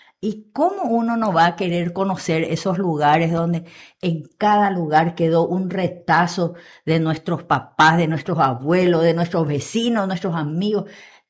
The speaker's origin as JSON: {"language": "Spanish", "country": "Paraguay", "said": "nosotros que somos paraguayos"}